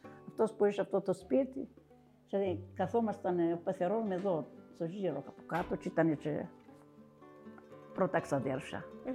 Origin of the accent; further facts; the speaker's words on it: Vorizia, Crete, Greece; Εγώ ήμουν και από τα Βορίζα, δεν ήξερα και πολλά.